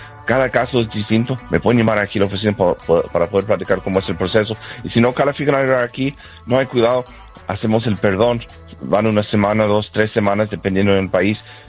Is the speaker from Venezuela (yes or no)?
no; Utah, United States; now in Dallas, United States; su hija y su nuevo esposo vive en Utah, de donde soy yo.